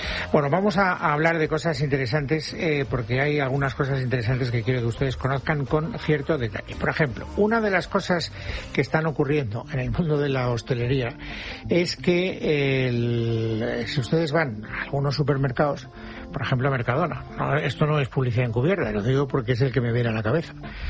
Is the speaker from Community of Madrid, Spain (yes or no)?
no; Valencian Community, Spain